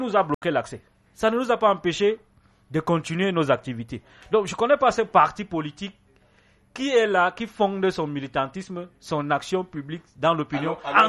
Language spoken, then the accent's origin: French; Cameroon; Nous sommes Camerounais.